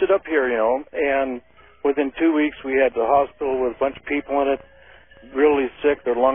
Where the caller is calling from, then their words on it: Fairbanks, Alaska, United States; this is a warmonger up here in Fairbanks, Alaska.